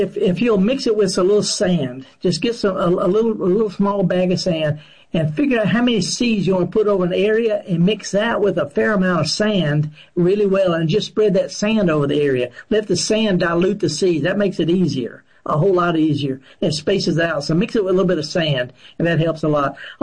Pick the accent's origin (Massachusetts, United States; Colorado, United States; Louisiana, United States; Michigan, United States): Louisiana, United States; Baton Rouge; He's from my hometown in Baton Rouge.